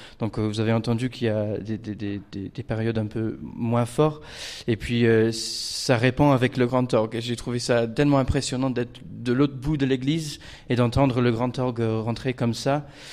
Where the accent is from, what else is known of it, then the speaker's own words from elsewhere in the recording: Blackburn, North West England, United Kingdom; French is a second language; moved away as an adult; now in France; Quand j'étais plus jeune, j'ai chanté pendant 9 ans dans ma ville natale de Blackburn.